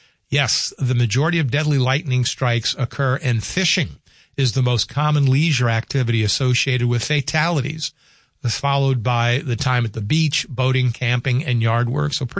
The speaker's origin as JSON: {"language": "English", "region": "the South", "country": "United States", "tie": "born or raised there", "said": "Heat lightning in my vernacular, growing up in the South, was the diffused lightning in the clouds"}